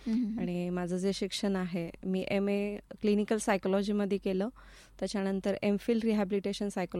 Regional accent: Umbraj, Maharashtra, India; moved away as an adult; also born or lived in Secunderabad; now in Ahilyanagar, India; माझं प्रॉपर गाव जे आहे सातारा जिल्ह्यामध्ये उंब्रज म्हणून गाव आहे, मी तिकडची आहे आणि मला सिव्हिल हॉस्पिटलमध्ये नोकरी लागल्यापासून मग मी इथे जॉईन केलेलं आहे.

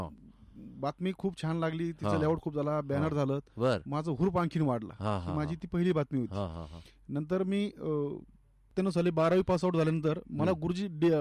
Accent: Gonegaon, Maharashtra, India; also born or lived in Pachegaon / Shrirampur; माझं बालपण एक खेडेगावातलं नेवासा तालुक्यात गोनेगाव म्हणून आहेत.

